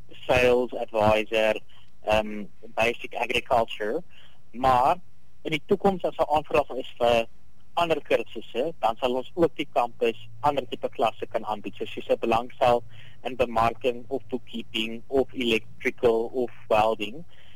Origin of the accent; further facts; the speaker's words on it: Oudtshoorn, Western Cape, South Africa; So, ek het self groot geword in Oudtshoorn. En ja, het een groot hart vir die klein Karoo